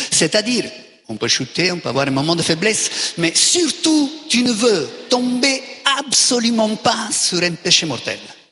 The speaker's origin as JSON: {"language": "French", "country": "Italy", "said": "Fais attention, pour ceux que je connais de l'Italie, mon pays d'origine, ou de la France, il y en a beaucoup là."}